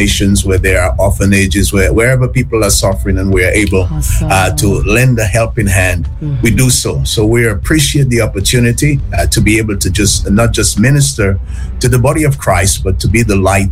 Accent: Dominica; moved away as an adult; now in United States; I am originally from the island of Dominica.

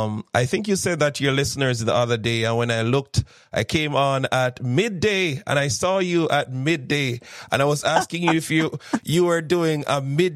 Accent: Jamaica; moved away; In Jamaica, we call them informa.

